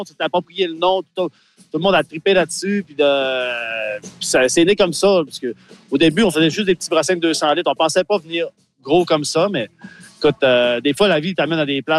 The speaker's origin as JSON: {"language": "French", "region": "Quebec", "country": "Canada", "said": "Moi, je suis du Saguenay-Lac-Saint-Jean, fait, mon cercle de vente, ça se situe entre la Beauce et la Côte-Nord."}